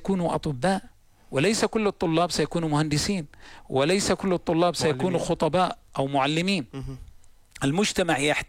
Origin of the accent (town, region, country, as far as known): Jordan